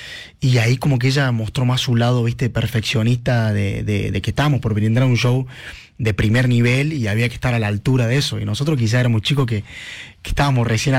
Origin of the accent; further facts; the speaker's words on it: Rumipal, Córdoba, Argentina; now in Buenos Aires, Argentina; Yo soy de Rumipal, de acá de Córdoba, de Rumipal, y bueno, por el proyecto de ella me fui a vivir a Buenos Aires, y ya entre una cosa y la otra me quedé allá.